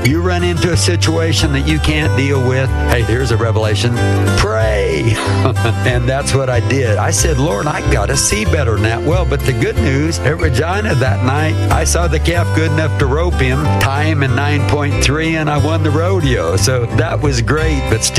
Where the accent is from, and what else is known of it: Granbury, Texas, United States; born or raised there